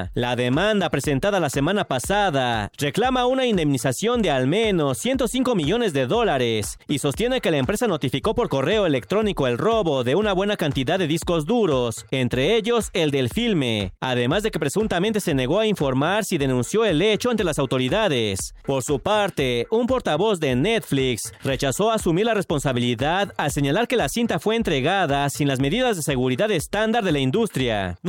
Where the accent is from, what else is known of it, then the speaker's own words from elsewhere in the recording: Mexico; Saben, aunque les asombre, la mayoría de los mexicanos no somos capitalinos.